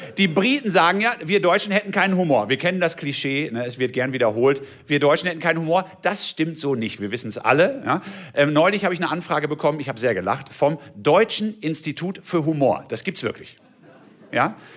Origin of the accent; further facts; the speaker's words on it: Haltern am See, North Rhine-Westphalia, Germany; und habe auf der Bühne, so wie heute gesagt, ich komme aus Haltern am See.